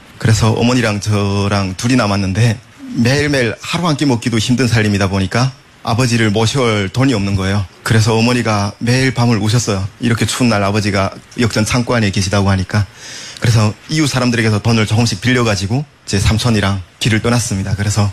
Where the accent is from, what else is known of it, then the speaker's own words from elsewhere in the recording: Hyesan, Ryanggang, North Korea; now in South Korea; 저는 북한에서 온 … 합니다. 저는 양강도 희산시라는 곳에서 평범한 노동자 가정의 외아들로 태어났습니다.